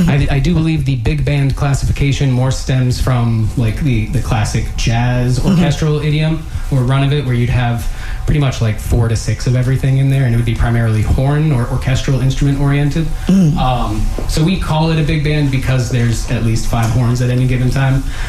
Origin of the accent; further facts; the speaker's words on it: Maine, United States; now in Tampa, United States; It got me acclimated to the weather down here because I'm originally from Maine.